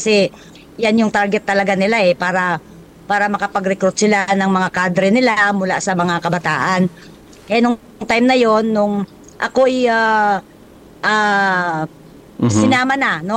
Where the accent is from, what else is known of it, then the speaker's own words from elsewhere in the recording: Iloilo, Western Visayas, Philippines; moved away as an adult; ako po ay taga Iloilo. No, wala pa akong kamag-anak, wala akong kakilala, wala akong kadugo. Ni salitang Ilocano, hindi ko po alam ang salita, no, ng Ilocano, kasi ako ay purong Ilongga po, no, from Region 6.